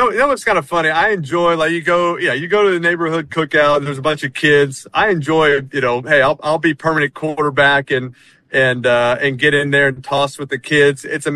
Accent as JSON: {"language": "English", "town": "New Orleans", "region": "Louisiana", "country": "United States", "tie": "born or raised there"}